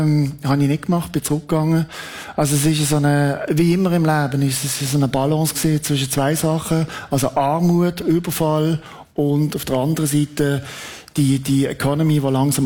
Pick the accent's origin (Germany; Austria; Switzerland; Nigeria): Switzerland; schau, ich bin Schweizer, ich bin neutral